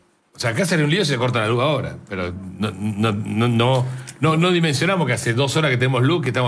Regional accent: Argentina

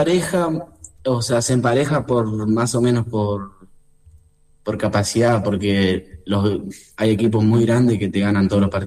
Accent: Argentina; moved away as an adult; now in Parma, Italy; Tener muchos argentinos te ayuda porque, bueno, la adaptación es mucho más fácil.

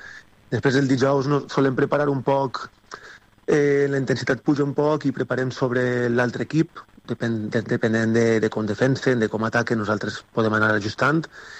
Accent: Xeraco, Valencian Community, Spain; perquè jo sóc de Xeraco, que està al costat

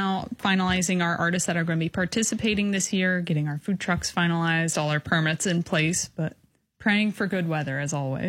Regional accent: Decatur, Illinois, United States; So I grew up here in Decatur, but art is definitely not my background.

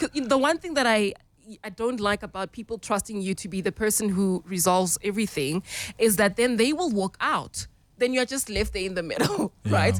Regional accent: Johannesburg, Gauteng, South Africa; I grew up in the Anglican church in Diepkloof

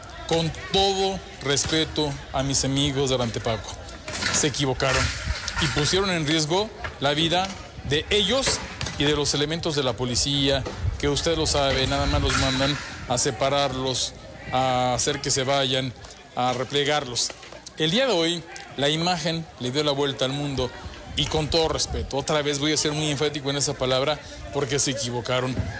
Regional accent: Morelia, Michoacán, Mexico; Nos llena de orgullo ser habitantes de Morelia.

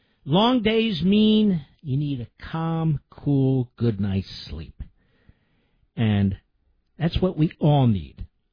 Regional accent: Philadelphia, Pennsylvania, United States; I can't really put it in my hometown of Philadelphia.

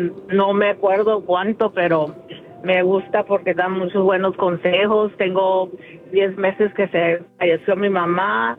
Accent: Nogales, Arizona, United States; born there; now in Maricopa, United States; Yo soy nacida en Nogales, Arizona, pero vivo en Maricopa, Arizona.

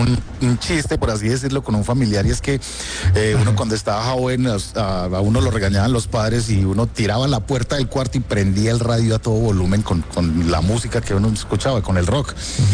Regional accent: Medellín, Antioquia, Colombia; yo que soy de Medellín y crecí en Medellín en los 80s y 90s

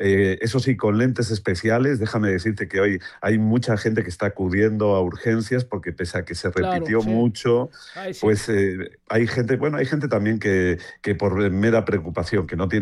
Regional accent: Spain; yo me moví pues como miles, y yo me atrevería a decir que millones de españoles

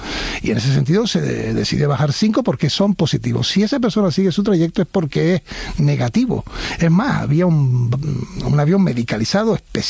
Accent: Canary Islands, Spain; Soy canario

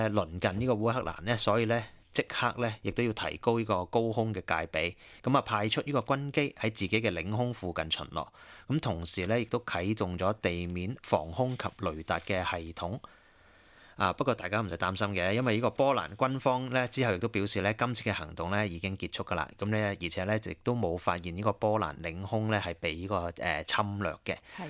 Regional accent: Australia; 咁啊沙特受到攻擊其實同我哋澳洲人有咩關係咧？

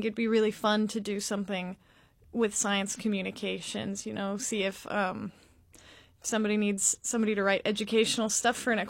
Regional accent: Utah, United States; now in Juneau, United States; I'm from Utah.

